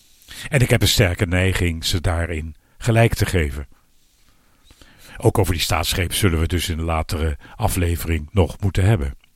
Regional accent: Netherlands

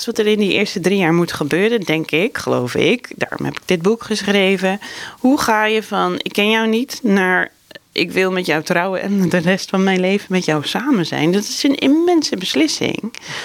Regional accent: Amsterdam, North Holland, Netherlands; now in Zwolle, Netherlands; Maar ik kom uit Amsterdam en daar is het ook heel leuk.

